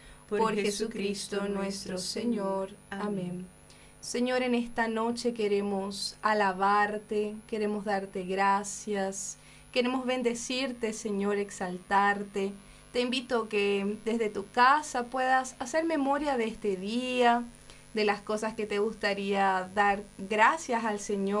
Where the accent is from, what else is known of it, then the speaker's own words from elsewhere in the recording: Asunción, Paraguay; also born or lived in Pilar, Paraguay; Soy paraguaya, pilarense, nacida aquí, pero crecida en Asunción. También soy misionera de la comunidad católica Shalom, célibe por el reino de los cielos.